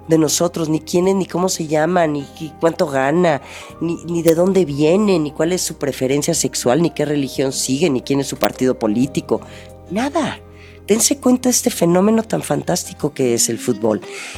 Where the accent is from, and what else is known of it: Mexico